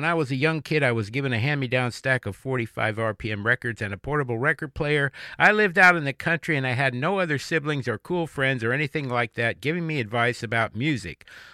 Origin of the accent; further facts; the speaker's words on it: Columbia, Missouri, United States; I was 13 years old and took my acoustic guitar to a local coffee shop in my hometown in Columbia, Missouri